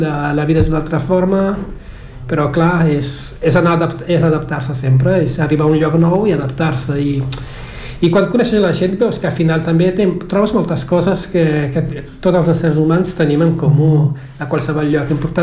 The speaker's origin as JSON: {"language": "Catalan", "town": "Mindelo", "region": "São Vicente", "country": "Cape Verde", "tie": "born or raised there", "moved": "as an adult", "lives_now": "Catalonia, Spain", "said": "jo sóc de San Vicente, la ciutat és Mindelo, seria més o menys com Barcelona, la segona ciutat."}